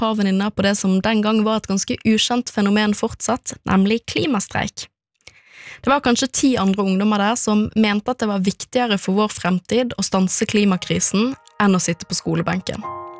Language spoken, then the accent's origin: Norwegian; Bergen, Vestland, Norway; born or raised there